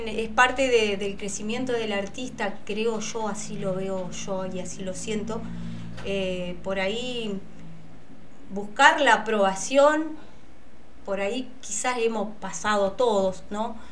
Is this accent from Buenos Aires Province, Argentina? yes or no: no; Entre Ríos, Argentina